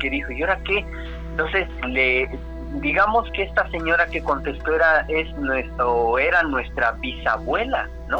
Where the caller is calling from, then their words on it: Mexico City, Mexico; De la Ciudad de México.